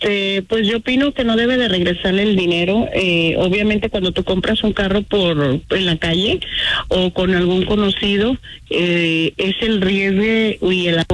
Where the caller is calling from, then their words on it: Jalisco, Mexico; No, señor, soy de Jalisco